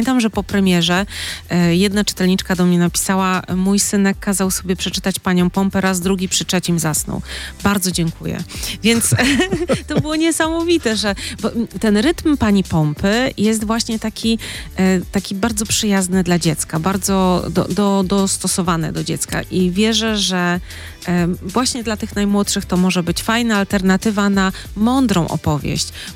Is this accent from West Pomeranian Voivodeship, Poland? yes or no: yes; Szczecin, West Pomeranian Voivodeship, Poland; ja się urodziłam